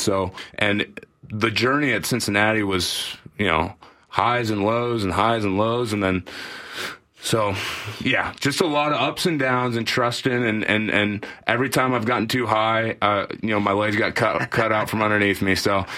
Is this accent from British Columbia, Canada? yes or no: yes; New Westminster, British Columbia, Canada; born there; to have him up in New Westminster, up in BC, and then brought him right back down, and that's how I'm Canadian.